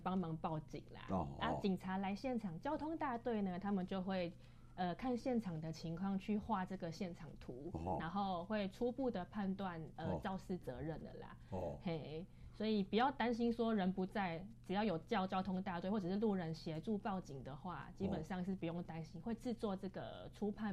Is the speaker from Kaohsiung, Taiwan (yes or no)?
yes; Kaohsiung, Taiwan; 我们高雄人